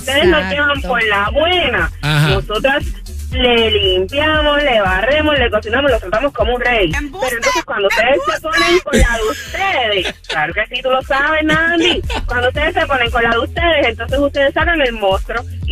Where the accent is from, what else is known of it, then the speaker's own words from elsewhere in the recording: Puerto Rico; soy boricua